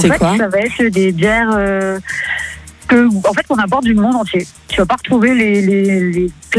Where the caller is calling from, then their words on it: Béthune, Hauts-de-France, France; Moi, je suis de Béthune